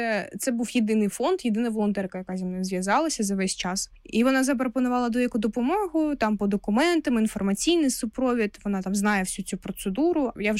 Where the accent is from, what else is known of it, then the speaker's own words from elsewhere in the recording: Crimea, Ukraine; moved away as an adult; now in Kyiv, Ukraine; Я б дуже сильно хотіла, щоб в мене прописка стояла в Криму, в моєму рідному місті, в моєму рідному домі.